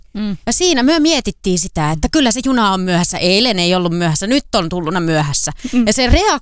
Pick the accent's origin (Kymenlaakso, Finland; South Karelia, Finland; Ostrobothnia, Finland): South Karelia, Finland; moved away; mä olin menossa vielä Parikkalaan Itä-Suomeen, mistä olen kotoisin sieltä suunnilta.